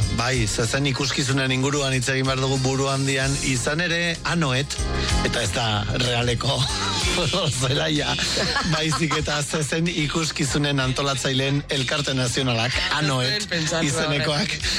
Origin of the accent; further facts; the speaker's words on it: Aoiz, Navarre, Spain; Nire herrian, esate baterako, agoitzen, joan den urtean, ez zituzten egin